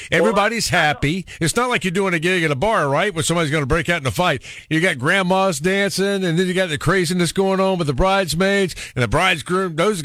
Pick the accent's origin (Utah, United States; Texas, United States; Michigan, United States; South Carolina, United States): South Carolina, United States; also born or lived in Ohio; Or when I was living in Ohio, the first thing that, when they go, when you would introduce yourself, they go, where are you from? South Carolina. Myrtle Beach? No. No, I'm not.